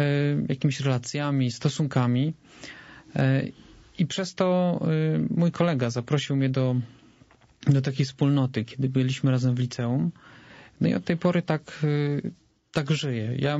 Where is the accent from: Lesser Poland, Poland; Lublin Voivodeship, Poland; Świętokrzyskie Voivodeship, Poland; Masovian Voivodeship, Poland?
Masovian Voivodeship, Poland; Warsaw; Ja akurat wychowałem się w bardzo dobrej części Warszawy, nazywa się Międzylesie, więc jest to już takie bardziej spokojniejsze.